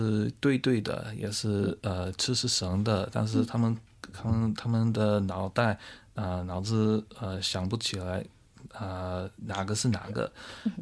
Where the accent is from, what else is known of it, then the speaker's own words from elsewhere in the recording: Brisbane, Queensland, Australia; 我是用英文，我是这里长大的，所以我的英文比较confident